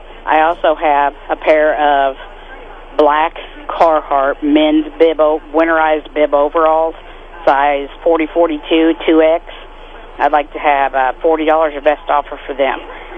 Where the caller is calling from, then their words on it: Marshall, Missouri, United States; Hi, I'm calling from Marshall.